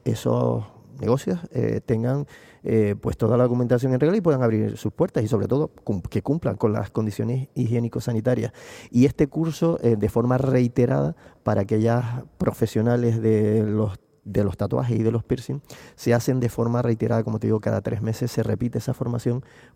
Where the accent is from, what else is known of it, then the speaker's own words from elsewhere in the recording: Lanzarote, Canary Islands, Spain; yo soy de Lanzarote